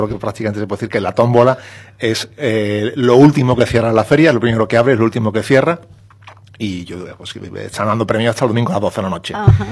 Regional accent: Spain

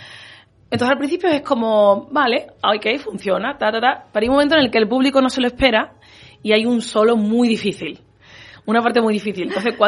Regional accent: La Puebla del Río, Andalusia, Spain; Yo soy de la Puebla del Río y empecé en el conservatorio de Coria del Río, pues el que estaba más cerca de casa.

